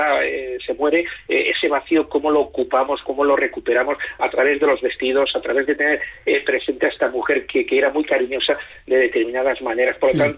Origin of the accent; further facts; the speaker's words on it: Valencian Community, Spain; Yo, lógicamente, es un idioma que domino, porque soy valenciano